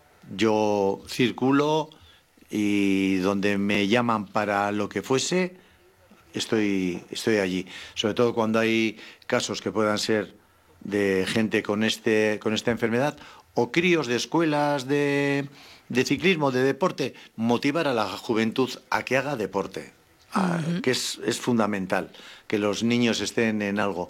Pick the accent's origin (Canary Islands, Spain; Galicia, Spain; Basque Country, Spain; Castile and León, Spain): Basque Country, Spain; Sestao; born there; yo nací en Sestao